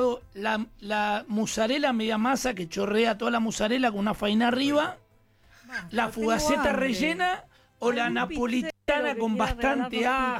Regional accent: Vicente López, Buenos Aires Province, Argentina; Yo soy de Vicente López, en zona norte.

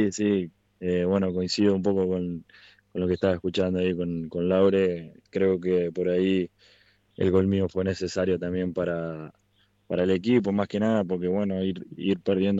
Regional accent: Carlos Pellegrini, Santa Fe, Argentina; moved away as an adult; now in Santa Fe, Argentina; Yo soy oriundo de Carlos Pellegrini, de la provincia de Santa Fe. Yo llegué a Colón hace un año, el año pasado a esta altura.

